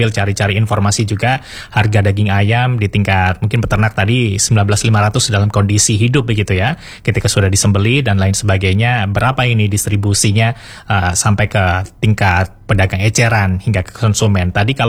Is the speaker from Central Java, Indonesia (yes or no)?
no; Mojokerto, East Java, Indonesia; now in Malang, Indonesia; Kalau saya dari Mojokerto aslinya Pak, tapi tetap Arema jiwanya, sudah lama tinggal di Malang.